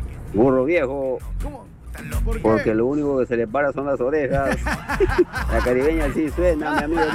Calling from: Callao, Peru

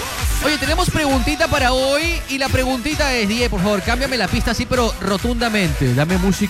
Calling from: Chilca, Lima, Peru; Aquí en Chilca, ¿qué tal? Bueno … de Chilca.

